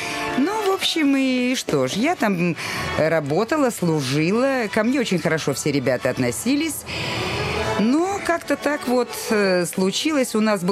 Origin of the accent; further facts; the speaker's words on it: Dnipropetrovsk, Dnipropetrovsk Oblast, Ukraine; moved away as an adult; Но я приехала из Днепропетровска. Я до этого работала в театре в Днепропетровске. Кто меня тут знает? Провинциальную актрису.